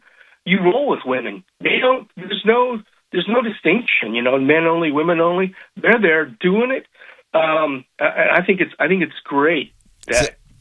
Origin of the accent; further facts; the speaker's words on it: Swisher, Iowa, United States; So I grew up in Swisher, Iowa. It's halfway between Cedar Rapids and Iowa City.